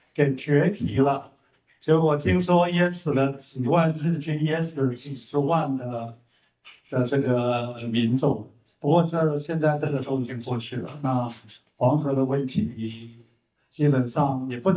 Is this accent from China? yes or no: no; Taiwan; 台积电其实我们半导体跟我们台湾人有关系的只有5%